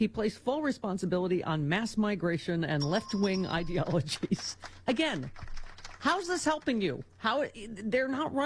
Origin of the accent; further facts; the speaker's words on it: Buffalo, New York, United States; now in Los Angeles, United States; I grew up in Buffalo.